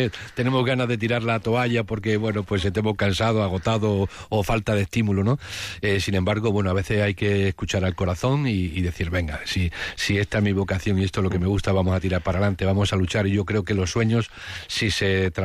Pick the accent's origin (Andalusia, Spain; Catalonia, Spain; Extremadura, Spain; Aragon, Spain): Extremadura, Spain; Don Benito; Pero siempre que puedo, intento hacer todos los estrenos en Don Benito, en mi pueblo.